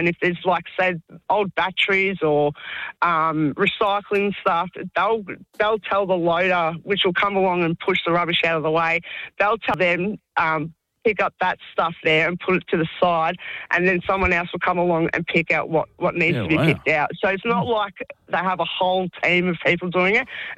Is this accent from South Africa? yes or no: no; Werribee, Victoria, Australia; So I'm from Werribee, and we've got three bins.